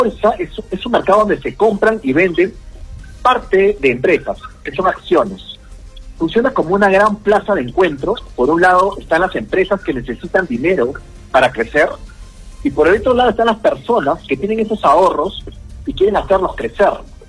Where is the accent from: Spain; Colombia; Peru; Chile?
Peru